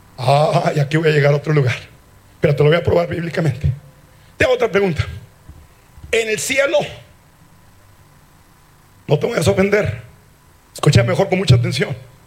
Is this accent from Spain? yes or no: no; United States; moved away; yo fui criado en Estados Unidos.